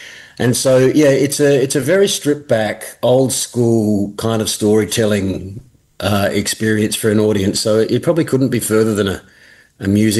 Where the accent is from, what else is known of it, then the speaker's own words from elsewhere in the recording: Adelaide, South Australia, Australia; growing up in Adelaide, the surf is marginal, close by.